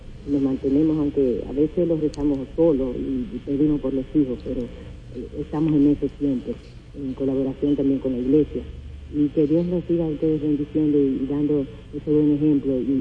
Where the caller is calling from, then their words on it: Dominican Republic; de la Loma de Los Ángeles.